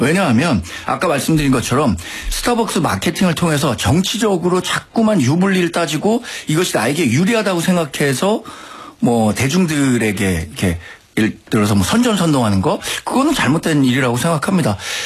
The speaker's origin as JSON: {"language": "Korean", "country": "South Korea"}